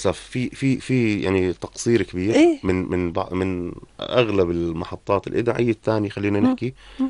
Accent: Jordan; الاغاني الاردنيه تبعتنا اللي احنا عاملينها بلهجتنا

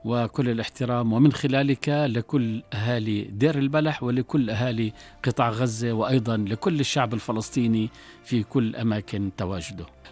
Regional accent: Jordan; وإحنا كأردنيين

